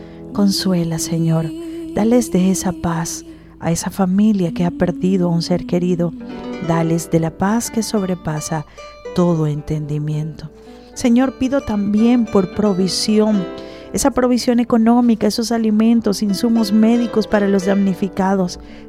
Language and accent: Spanish; Venezuela; a nosotros como nación y como venezolanos